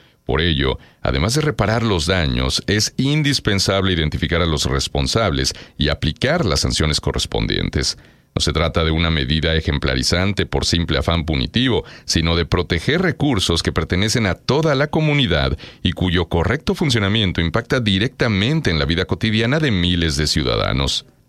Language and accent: Spanish; Chihuahua, Mexico; Y quiero decir que en mi foto de la credencial de la UAI allá cuando era niño en Chihuahua, salgo con la del Santos, ¿eh? Así es que ahí combinando mis dos orígenes.